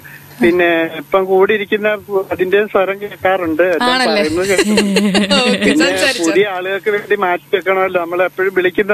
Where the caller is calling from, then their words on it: Ochira, Kerala, India; എന്റെ വീട് ഓച്ചറയാണ്.